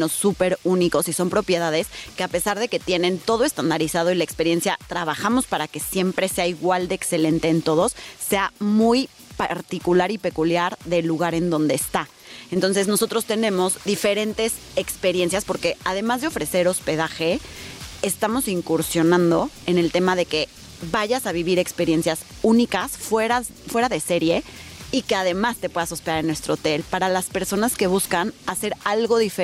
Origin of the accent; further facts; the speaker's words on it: Mexico; Y creo que el Día de Muertos, además, es súper valioso porque como mexicanos nos une.